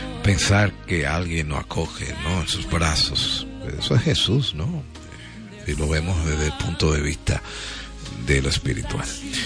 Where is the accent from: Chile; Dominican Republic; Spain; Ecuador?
Dominican Republic; somos dominicanos también.